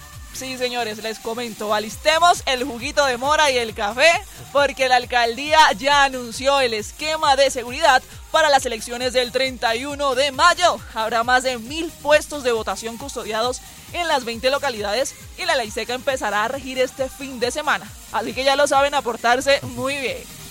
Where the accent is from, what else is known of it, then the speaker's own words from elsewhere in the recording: Barranquilla, Atlántico, Colombia; now in Bogotá, Colombia; Y como buena mamá bogotana que yo me creo, aunque soy barranquillera